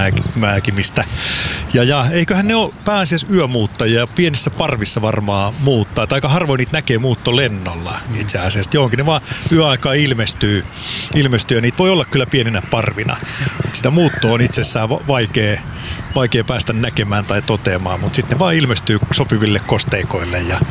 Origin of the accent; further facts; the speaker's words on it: Pori, Satakunta, Finland; Kuulosti niin tutulta tuo Porin murre, kun mä oon itsekin Porista kotosi